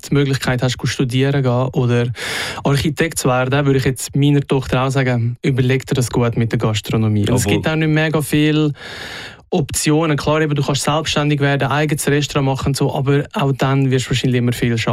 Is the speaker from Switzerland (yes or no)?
yes; Glarus, Switzerland; Ländlich aufgewachsen im Glarnerland.